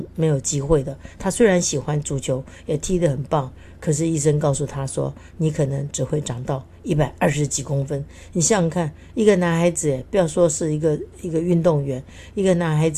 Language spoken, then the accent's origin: Chinese; Keelung, Taiwan; also born or lived in Taipei; 一个在基隆长大的一个小不拉几的一个孩子能够到台北来念书，